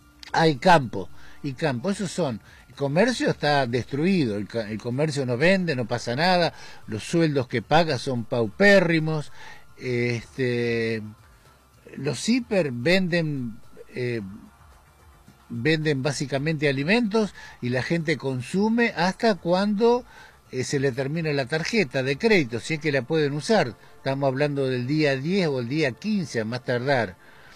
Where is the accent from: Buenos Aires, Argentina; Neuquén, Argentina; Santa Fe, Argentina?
Neuquén, Argentina; cómo estamos viviendo los argentinos, los neuquinos en general.